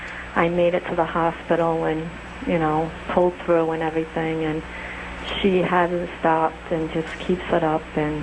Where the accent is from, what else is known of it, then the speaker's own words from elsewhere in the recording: Cranston, Rhode Island, United States; I'm from Cranston, Rhode Island.